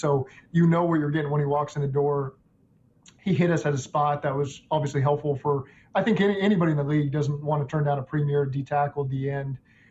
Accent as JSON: {"language": "English", "town": "Norman", "region": "Oklahoma", "country": "United States", "said": "My dad played at Oklahoma. I was from Norman. So it was kind of a storybook setting to be able to play OU in that championship game."}